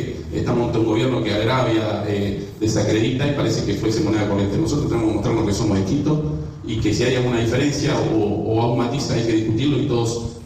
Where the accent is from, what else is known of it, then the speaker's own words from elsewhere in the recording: Buenos Aires, Argentina; todos los compañeros que estamos acá, que venimos de Buenos Aires